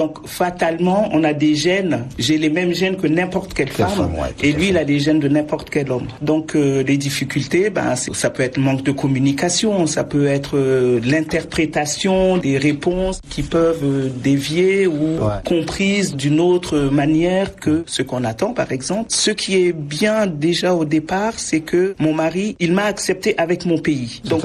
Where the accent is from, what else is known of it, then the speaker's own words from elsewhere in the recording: Chad; Donc moi je suis dans un couple mixte, donc je suis tchadienne, mon mari est italien et on vit notre couple depuis plus de 28 ans de mariage.